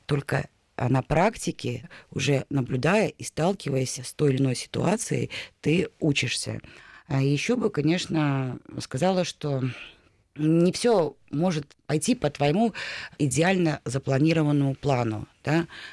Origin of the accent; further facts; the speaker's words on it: Bryansk Oblast, Russia; мы же сами из Брянской области.